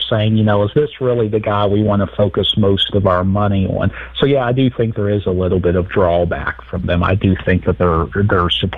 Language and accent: English; United States; as an American